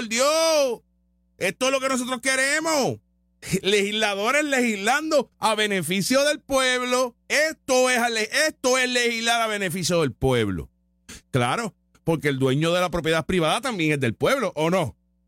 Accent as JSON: {"language": "Spanish", "country": "Puerto Rico", "said": "Yo como puertorriqueño"}